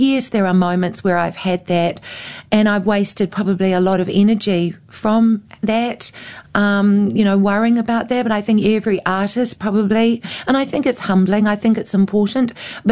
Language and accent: English; New Zealand; I've come all the way from New Zealand